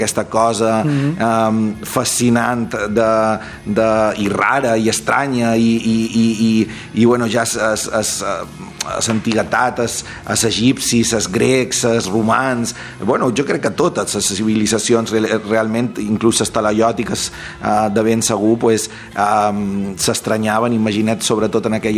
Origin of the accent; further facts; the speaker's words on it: Es Castell, Balearic Islands, Spain; encantat aquí d'estar a Ràdios Castell, que és el meu poble, que m'estimo un munt